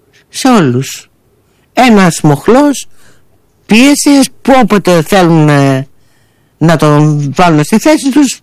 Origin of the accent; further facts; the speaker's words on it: Greece; νιώθα περήφανη που είμαι Ελληνίδα.